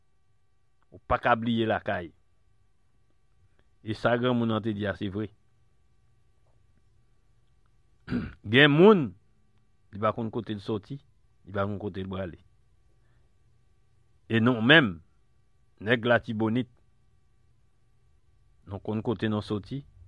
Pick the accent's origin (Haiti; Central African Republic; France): Haiti; Je suis fier que je suis haïtien.